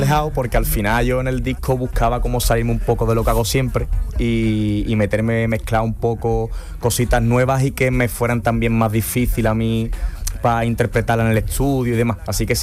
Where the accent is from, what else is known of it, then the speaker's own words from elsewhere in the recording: Spain; somos los primeros españoles, por lo menos que he visto yo, en hacer esa temática de vídeo